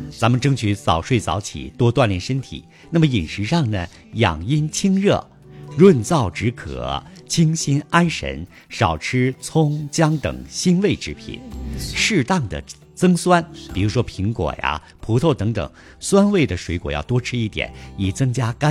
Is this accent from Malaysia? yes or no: no; Northeast China, China; now in Guangdong, China; 如果去到了北方，比如说去到我的家乡东北哈，